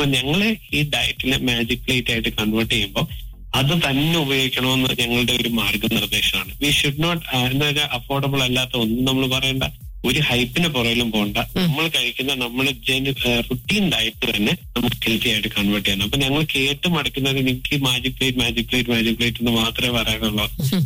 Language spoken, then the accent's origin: Malayalam; Kerala, India